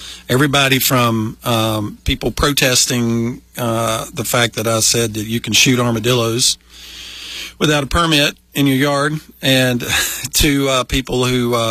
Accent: Georgia, United States; I grew up in Georgia, right in the middle of Georgia

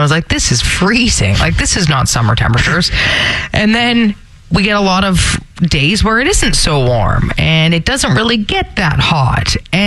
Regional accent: Ontario, Canada; Growing up in Ontario, the summers were always very long and very humid.

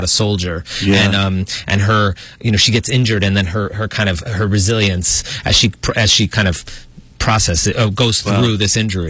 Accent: New York City, New York, United States; And I'm from New York City, and I sadly had not heard of Brevard.

